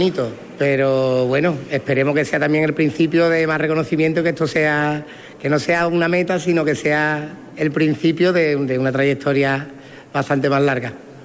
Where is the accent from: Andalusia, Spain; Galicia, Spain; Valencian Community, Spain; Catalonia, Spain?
Andalusia, Spain; de mi pueblo sí, porque allí nació, de allí somos la mayoría